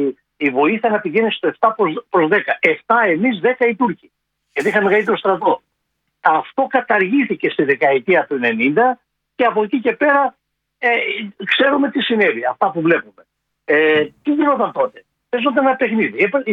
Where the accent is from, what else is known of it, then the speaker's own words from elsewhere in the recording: Greece; Όταν η πατρίδα μου είναι στο εξωτερικό, εκπροσωπεί τον Πρωθυπουργό, τον Πρόεδρο της Δημοκρατίας, τον Υπουργό, τον οποιοδήποτε, εγώ φοράω τη φανέλα της Εθνικής Ελλάδος και τον στηρίζω.